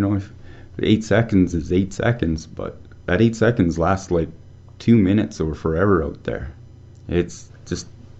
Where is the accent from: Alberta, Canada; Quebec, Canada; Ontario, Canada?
Alberta, Canada; Hinesburg; Oh, back from, like, originally from Hinesburg in Alberta there, and born and raised on a ranch. Like, we had cattle and horses